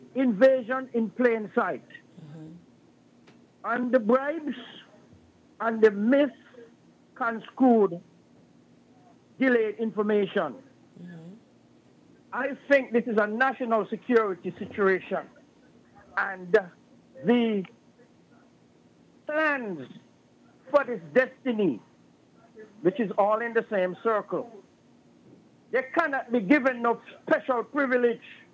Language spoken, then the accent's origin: English; Gingerland, Nevis, St. Kitts & Nevis; now in United States; And I grew up in Nevis. I'm a Gingerlander. I finished school in Gingerland, Nevis.